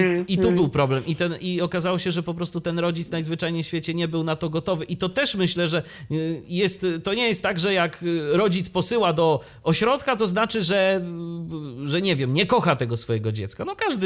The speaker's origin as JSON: {"language": "Polish", "town": "Iława", "region": "Warmian-Masurian Voivodeship", "country": "Poland", "tie": "born or raised there", "said": "ja akurat jestem z Iławy, to jest miasto stosunkowo niewielkie"}